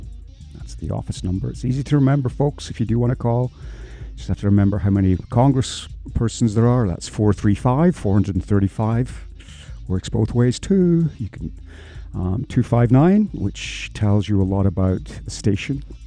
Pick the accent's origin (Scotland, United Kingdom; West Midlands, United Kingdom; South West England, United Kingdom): Scotland, United Kingdom; now in United States; I'm from Scotland.